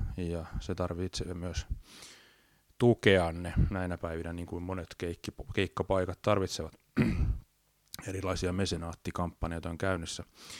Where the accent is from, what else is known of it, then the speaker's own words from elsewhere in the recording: Tampere, Pirkanmaa, Finland; olen Tampereelta, mutta en ole Tampereelta, vaan olen lentävän niemestä.